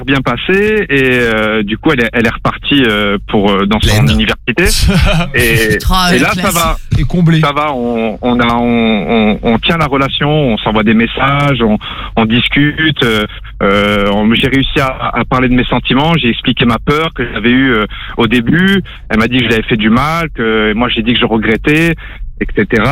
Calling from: Nice, Provence-Alpes-Côte d'Azur, France; je suis à Nice

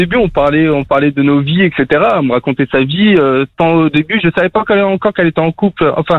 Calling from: Paris, Île-de-France, France; moi j'habite en Paris.

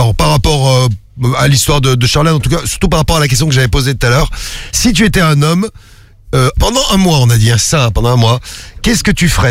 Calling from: Marseille, Provence-Alpes-Côte d'Azur, France; Un bonjour … de Marseille.

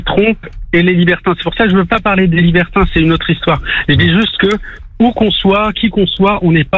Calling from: Lille, Hauts-de-France, France; J'habite à Lille, mais je travaille beaucoup à Paris.

